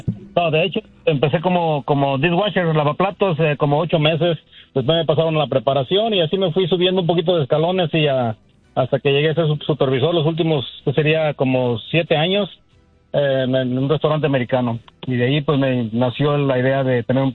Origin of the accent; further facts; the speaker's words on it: Ahualulco, San Luis Potosí, Mexico; now in Dallas area, United States; yo soy de un pueblito de San Luis Potosí que se llama Agualulco, San Luis Potosí.